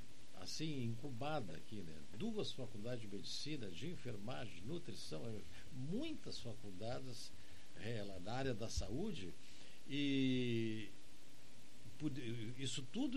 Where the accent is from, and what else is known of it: Pelotas, Rio Grande do Sul, Brazil